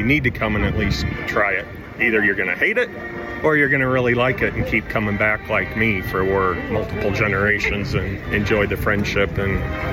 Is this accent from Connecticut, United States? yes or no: no; Muscatine, Iowa, United States; I'm from Muscatine.